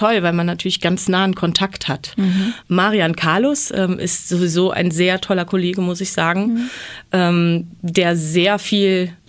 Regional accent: West Germany, Germany; born there; ich bin eben total im Westen geboren, 1987, mhm. also kurz vor der Wende.

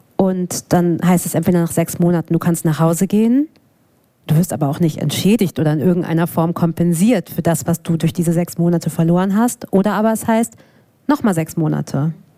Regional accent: Germany; ich bin Deutsche. Ich bin ja sehr deutsch aufgewachsen und sozialisiert

